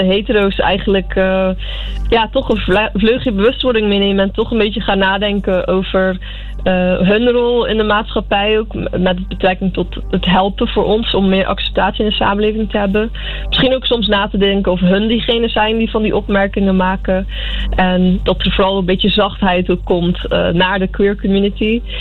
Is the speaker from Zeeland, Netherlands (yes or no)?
yes; Zeeland, Netherlands; moved away as an adult; also born or lived in Breda; now in Amsterdam, Netherlands; Maar ik kwam ook uit Zeeland. En dat is iets waar queer zijn niet echt gezien wordt. En ook besproken wordt. Ik heb ook een tijdje in Breda gewoond.